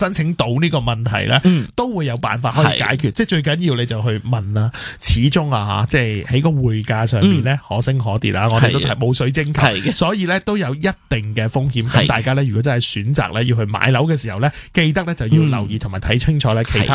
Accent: Hong Kong

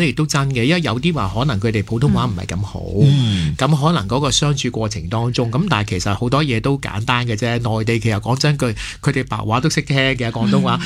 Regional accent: Hong Kong; 我哋港人北上咁劲

